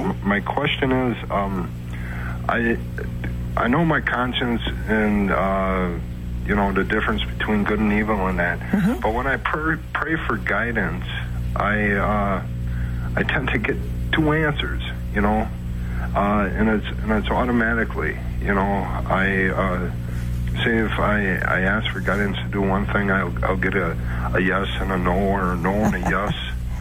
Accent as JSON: {"language": "English", "region": "Wisconsin", "country": "United States", "said": "Wisconsin."}